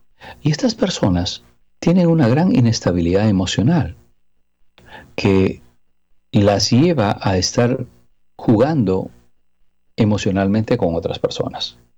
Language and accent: Spanish; Mexico; Mi esposa es centroamericana y es guatemalteca. Yo soy mexicano.